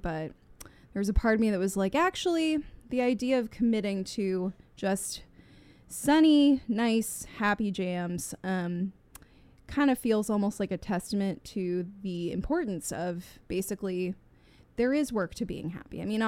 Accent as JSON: {"language": "English", "town": "Tulsa", "region": "Oklahoma", "country": "United States", "said": "I'm from Tulsa, Oklahoma."}